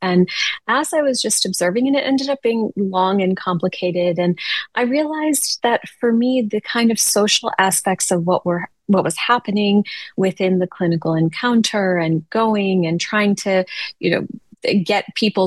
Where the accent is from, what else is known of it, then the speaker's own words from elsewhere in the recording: Chicago, Illinois, United States; So I grew up in Chicago, public school kid, and I was teaching in a public school 3 miles away from where I grew up.